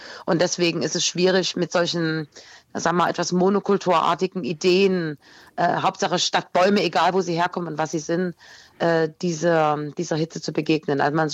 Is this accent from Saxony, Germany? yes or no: yes; Leipzig, Saxony, Germany; gerade hier in meiner Heimatstadt Leipzig